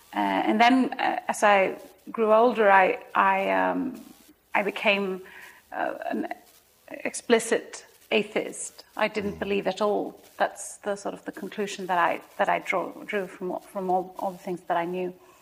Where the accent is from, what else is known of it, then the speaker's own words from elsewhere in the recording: Sweden; so I was born and raised in Sweden by a Swedish mother and a Croatian father. And they brought me up, like I guess most people in Sweden, with going to church perhaps now and then for Christmas